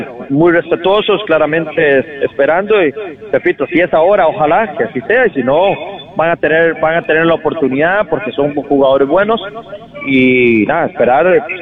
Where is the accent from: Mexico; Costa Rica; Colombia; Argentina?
Costa Rica; obviamente somos ticos